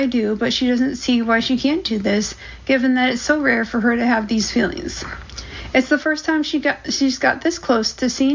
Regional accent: United States; moved away as an adult; now in United Kingdom; maybe because he's Australian and I'm an American who's been living in Britain for 10 years, who knows.

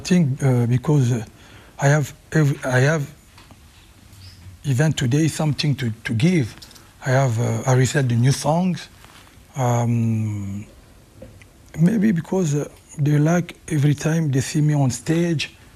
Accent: Kinshasa, DR Congo; English is a second language; moved away as an adult; also born or lived in Paris; I grew up in Kinshasa and I go to the Paris when I was I used to be a little bit, you know, like 19, 20. Mm-hmm. So I have both culture, you know, Congolese culture and Rumba music.

